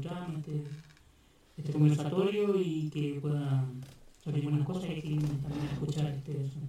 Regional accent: San Juan de la Costa, Los Lagos, Chile; vengo de San Juan de la Costa, de Osorno

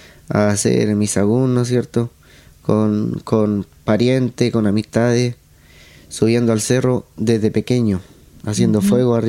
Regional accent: Penco, Biobío, Chile; also born or lived in Chiguayante; Yo soy de aquí de Penco. Nací en Chiguayante, pero inmediatamente me vine para acá.

